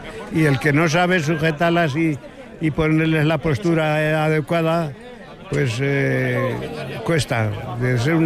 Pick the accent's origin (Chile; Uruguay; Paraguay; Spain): Spain; Brieva, La Rioja; also born or lived in Anguiano; soy nacido en Anguiano, pero criado en Brieva.